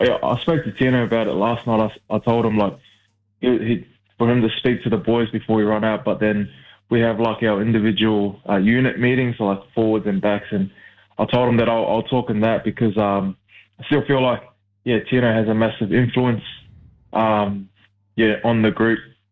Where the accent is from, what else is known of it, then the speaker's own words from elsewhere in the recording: Brisbane, Queensland, Australia; also born or lived in Logan / Gold Coast; Oh, I grew up in Brisbane pretty much my whole life, and then the start of my career at the Titans, I still stayed up in Logan, and it's only been the last 5 years I've moved down to the Gold Coast